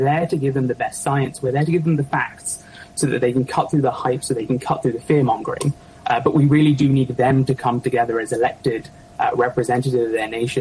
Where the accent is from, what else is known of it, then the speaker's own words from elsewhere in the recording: Pakistan; born there; I was born in Pakistan. I'm not technically the representative of Pakistan, but that's the country that I'm tagged with because that's where I was born.